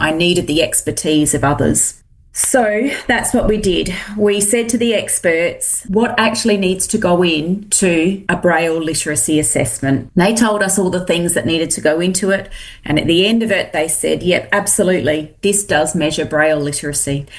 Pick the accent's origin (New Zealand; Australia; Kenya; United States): Australia; Adelaide, South Australia; And and how exciting that it's in my hometown of Adelaide too, which is just fabulous.